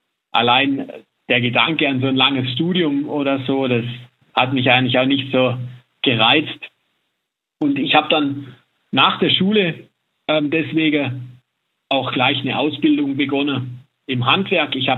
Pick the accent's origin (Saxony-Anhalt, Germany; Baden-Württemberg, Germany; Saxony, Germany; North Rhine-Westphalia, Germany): Baden-Württemberg, Germany; Wir sind am Land aufgewachsen, im Hochschwarzwald bei uns. Da gibt es eine sehr ländliche Gegend.